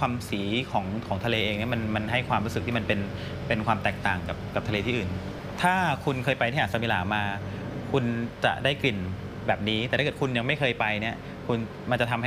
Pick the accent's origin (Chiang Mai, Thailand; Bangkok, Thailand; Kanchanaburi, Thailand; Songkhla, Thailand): Songkhla, Thailand; born there; ผมเกิดแล้วก็โตในบ้านที่ใกล้ทะเลมากครับ